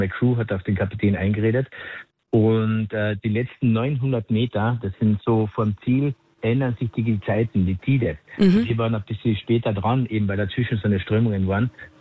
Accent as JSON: {"language": "German", "town": "Klagenfurt", "region": "Carinthia", "country": "Austria", "said": "für mich als Klagenfurter"}